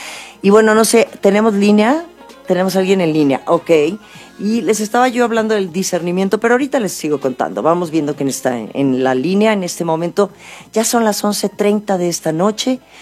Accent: Mexico; born there; somos mexicanos al final y eso es muy bonito. A mí me da mucho orgullo y me siento de verdad muy agradecida de haber nacido en este país.

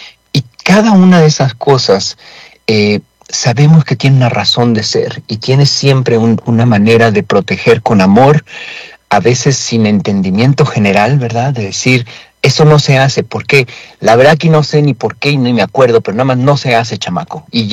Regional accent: Mexico; born there; todos los que yo escuché en México

